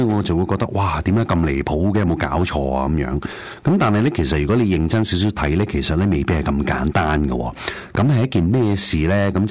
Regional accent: Canada; 尤其是系咁呢样嘢对于我哋加拿大人咧，其实有啲咩影响咧？

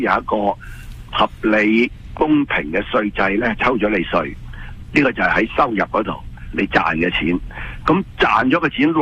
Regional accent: Hong Kong; now in Canada; 我哋香港人

